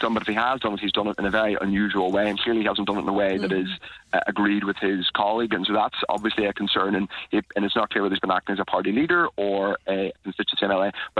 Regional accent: Northern Ireland, United Kingdom; I come from Kirkpatrick, where a hospital, people fought very hard to keep a hospital open.

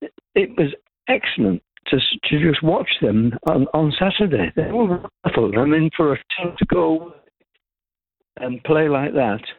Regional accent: Yorkshire and the Humber, United Kingdom; now in Wellingborough, United Kingdom; No, you'd probably recognise that I'm not a local man. I did, I'm a Yorkshireman.

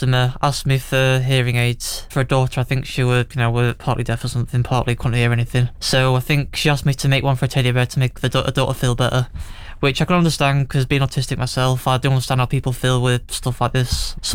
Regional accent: Worksop, East Midlands, United Kingdom; I'm from Worksop

